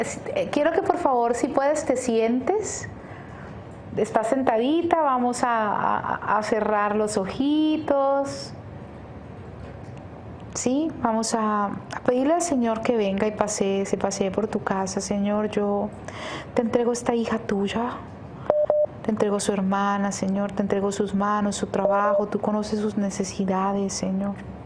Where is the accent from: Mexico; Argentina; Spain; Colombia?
Colombia; Cali, Valle del Cauca; Yo soy caleña también